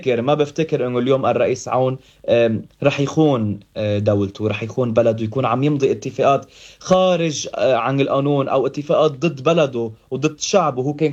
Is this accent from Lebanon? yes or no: yes; Lebanon; كلنا نحن لبنانيين أبا عن جد